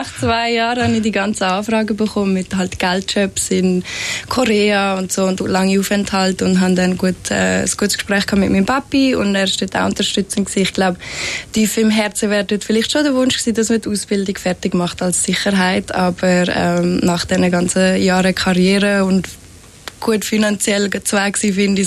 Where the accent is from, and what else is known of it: Fislisbach, Aargau, Switzerland; born or raised there